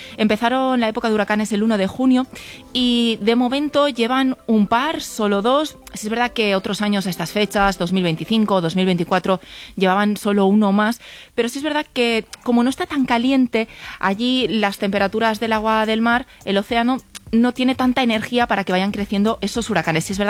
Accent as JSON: {"language": "Spanish", "town": "Lleida", "region": "Catalonia", "country": "Spain", "tie": "born or raised there", "said": "como yo soy de Lleida, allí con 40 grados a la sombra, es lo que, con lo que me he criado"}